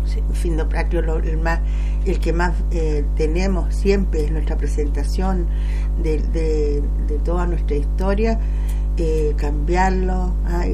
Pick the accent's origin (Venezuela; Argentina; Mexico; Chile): Chile